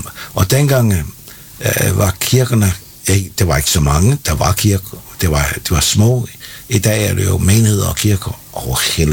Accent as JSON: {"language": "Danish", "area": "Bornholm", "region": "Capital Region of Denmark", "country": "Denmark", "tie": "born or raised there", "moved": "yes", "said": "Altså, jeg er fiskersøn fra Bornholm"}